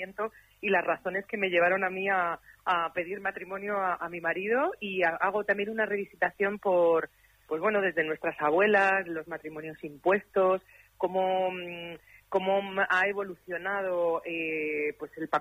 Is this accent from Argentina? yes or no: no; Alcorcón, Community of Madrid, Spain; moved away; Estoy muy emocionada y feliz de poder ir ahí a Alcorcón, a mi tierra, donde vive toda mi familia y tengo mis recuerdos de infancia más bonitos.